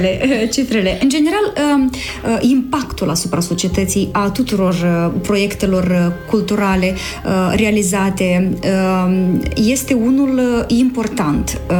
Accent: Moldova; ca și basarabeni?

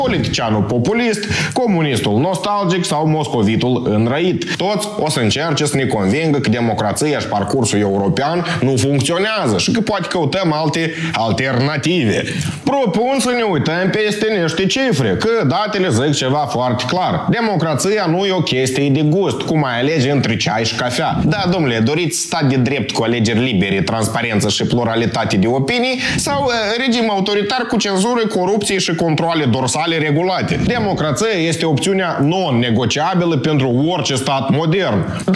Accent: Moldova

